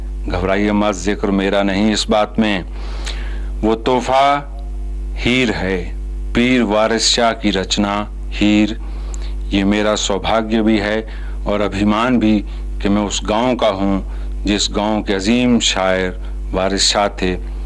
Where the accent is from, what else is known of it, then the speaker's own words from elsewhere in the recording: Jandiala Sher Khan, Punjab, Pakistan; moved away; मेरा गांव है जंडियाला शेर खां, जिला शेखुपुरा, जो पाकिस्तान में है।